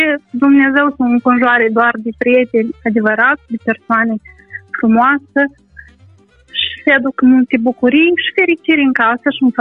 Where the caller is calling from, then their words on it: Italy; și vă sunt din Italia.